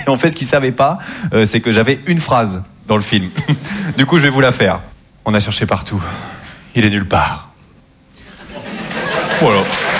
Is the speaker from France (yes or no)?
yes; Normandy, France; now in Paris, France; quand je suis arrivé au cours Florent à Paris, parce que moi, je viens de Normandie